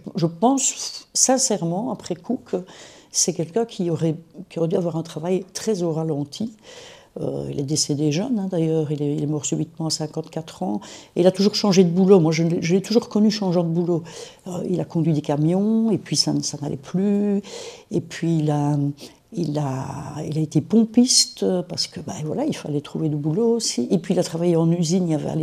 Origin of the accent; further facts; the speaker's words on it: Wallonia, Belgium; Et puis de la rue de la Coopérative, on a déménagé à la rue des Marronniers. Voilà, et puis j'ai grandi dans ce village-là qui est en effet en Famenne.